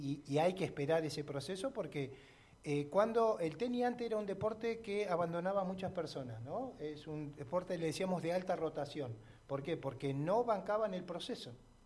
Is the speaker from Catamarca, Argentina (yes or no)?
no; Neuquén, Argentina; yo, por ejemplo, soy de Neuquén y toda la vida jugué en el tenis club.